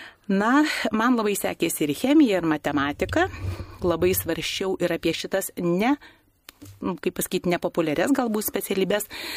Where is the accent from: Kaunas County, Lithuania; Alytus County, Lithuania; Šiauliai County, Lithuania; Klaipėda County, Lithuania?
Kaunas County, Lithuania; Prienai; moved away as an adult; Gimiau Prienuose, augau Prienuose ir baigiau vidurinę mokyklą ir iš Prienų išvažiavau į Kauną tik studijuoti medicinos.